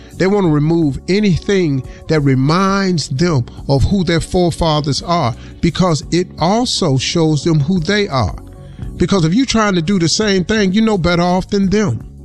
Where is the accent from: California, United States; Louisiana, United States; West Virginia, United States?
West Virginia, United States; Welch; I grew up in Welch, West Virginia. I saw colored-only water fountains. I saw colored-only restrooms. I saw Kresge's downtown where blacks couldn't sit at the lunch counters.